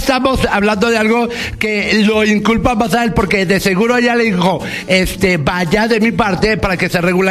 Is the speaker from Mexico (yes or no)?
yes; Mexico; Somos mexicanos